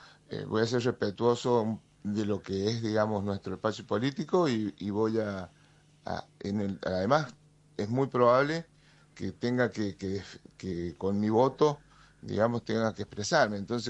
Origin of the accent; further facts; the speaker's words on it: San Luis, Argentina; Yo vengo de la provincia de San Luis, donde siempre se gobernó con equilibrio fiscal